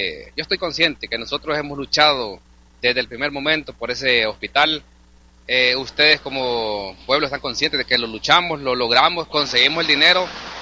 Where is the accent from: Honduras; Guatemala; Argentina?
Honduras; now in Siguatepeque, Honduras; que hoy esperamos que en este nuevo gobierno lo logremos unidos como hondureños